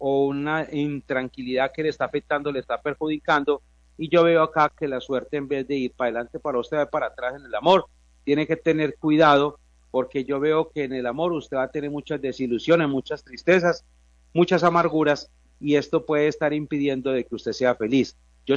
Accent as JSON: {"language": "Spanish", "town": "Viterbo", "region": "Caldas", "country": "Colombia", "said": "soy de Viterbo"}